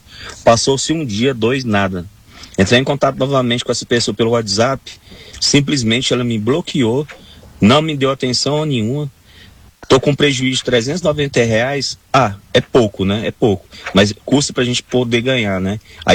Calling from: Aparecida de Goiânia, Goiás, Brazil

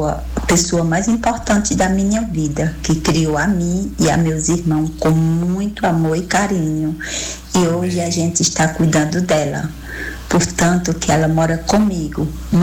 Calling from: Bodocó, Pernambuco, Brazil; daqui de Bodocó.

